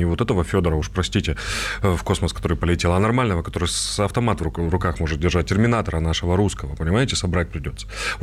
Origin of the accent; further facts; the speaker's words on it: Donetsk, Donetsk Oblast, Ukraine; я же из Донецка.